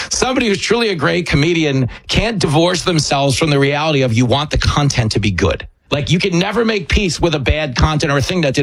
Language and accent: English; New York, United States; And as a New Yorker, I feel like I failed you because I did not climb that billboard.